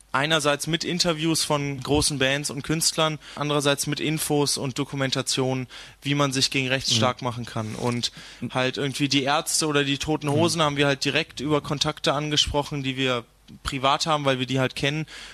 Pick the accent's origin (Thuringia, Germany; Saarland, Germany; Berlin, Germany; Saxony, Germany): Berlin, Germany; als Berliner